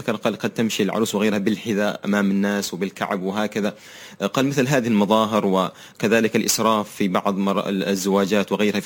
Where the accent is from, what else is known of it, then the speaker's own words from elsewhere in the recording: Tarim, Hadramawt, Yemen; بلدتنا بلدة تريم